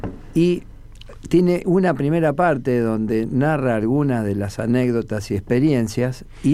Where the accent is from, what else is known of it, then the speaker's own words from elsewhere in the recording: Rosario, Santa Fe, Argentina; born there; Yo nací en Rosario. Yo nací en Rosario.